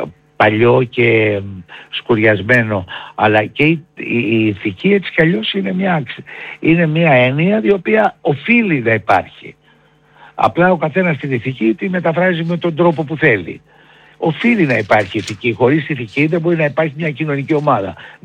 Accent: Greece; Απλά μιλώ σαν ένας Έλληνας που αγωνιά για τη χώρα του.

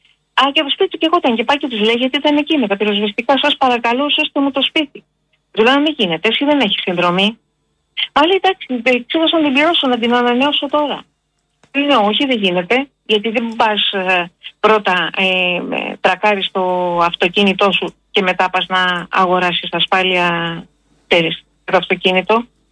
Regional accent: Greece; είμαστε τυχεροί που γεννηθήκαμε στην Ελλάδα και δεν γεννηθήκαμε στο Σουδάν.

